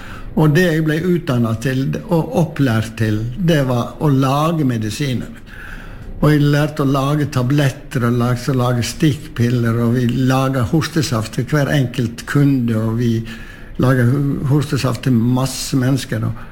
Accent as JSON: {"language": "Swedish", "town": "Hafslo", "region": "Vestland", "country": "Norway", "tie": "born or raised there", "said": "Ja, för det första så är jag född och uppvuxen i Havslo."}